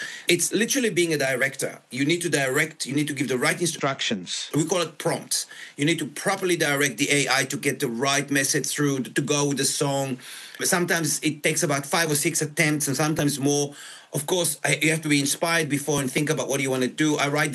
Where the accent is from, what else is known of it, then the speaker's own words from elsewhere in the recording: Kibbutz Yad Mordechai, Southern District, Israel; And I remembered something when I was growing up in Kibbutz Yad Mordechai, as you know.